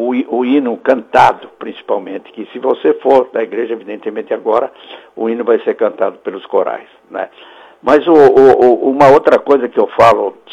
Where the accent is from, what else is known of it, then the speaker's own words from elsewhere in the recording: Brazil; Mas a gente, como patriota, como brasileiro